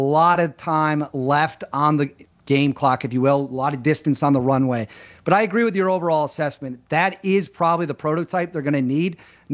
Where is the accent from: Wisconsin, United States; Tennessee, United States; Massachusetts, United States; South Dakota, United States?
Wisconsin, United States; In my hometown in Wisconsin